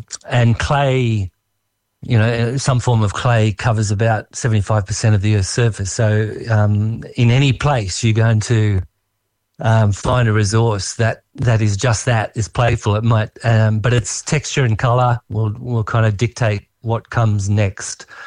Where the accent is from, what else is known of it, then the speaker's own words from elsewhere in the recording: Wagga Wagga, New South Wales, Australia; moved away; I was born and raised in Wagga, so not too far away.